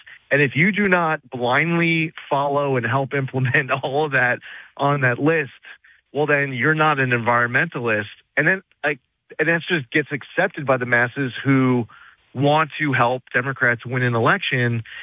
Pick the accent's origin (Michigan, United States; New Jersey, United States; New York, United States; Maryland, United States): New York, United States; I'm from New York.